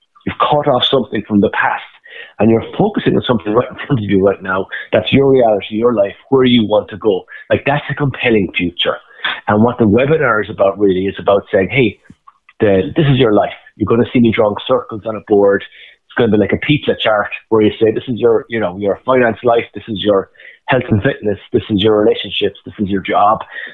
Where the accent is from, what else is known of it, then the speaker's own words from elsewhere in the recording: Ireland; But I'm an Irish person, very passionate about Ireland